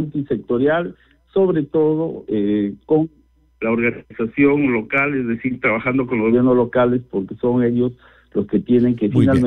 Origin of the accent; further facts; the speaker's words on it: Peru; gracias a Dios somos peruanos